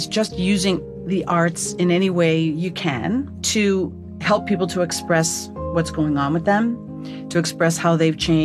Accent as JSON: {"language": "English", "region": "Wisconsin", "country": "United States", "tie": "born or raised there", "moved": "yes", "lives_now": "Long Island, United States", "said": "I grew up in Wisconsin. I live on Long Island."}